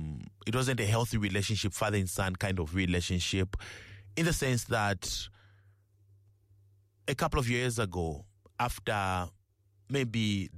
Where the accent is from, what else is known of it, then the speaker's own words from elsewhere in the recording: Lusaka, Lusaka Province, Zambia; So I grew up in Chilenje, Lusaka, really. I'm in Lusaka, Chilenje. Chilenje is my area. That's where I grew up from, really.